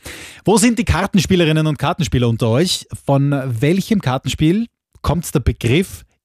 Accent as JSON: {"language": "German", "region": "western Austria", "country": "Austria", "said": "ich komme aus dem Westen von Österreich."}